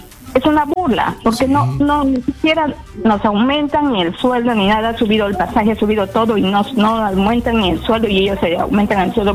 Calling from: Ventanilla, Callao, Peru; De Pachacute, Ventanilla

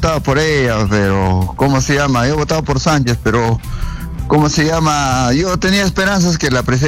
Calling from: Huarochirí, Lima, Peru; De Guarachirí.

